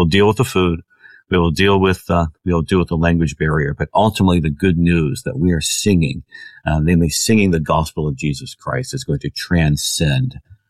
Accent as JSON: {"language": "English", "region": "Indiana", "country": "United States", "said": "I'm from Indiana, so I know my corn and my soybeans"}